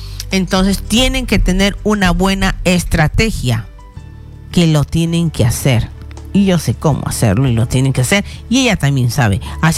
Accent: Peru; now in Ecuador; para mi Perú, porque soy peruana

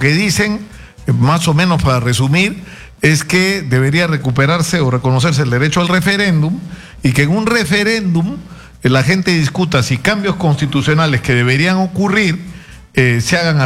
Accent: Peru

